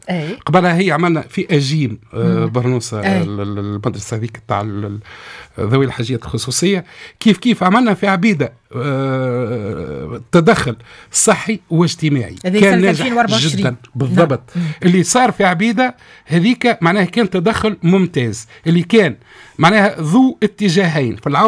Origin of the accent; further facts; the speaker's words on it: El Kef, Kef Governorate, Tunisia; born there; كيف مسقط رأسي أولا.